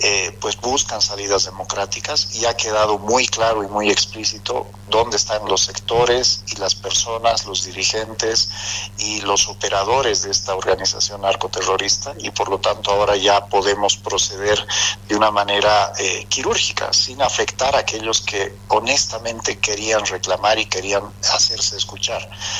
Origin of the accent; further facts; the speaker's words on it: Bolivia; como papás, como bolivianos, sabemos lo duro que ha sido para ellos.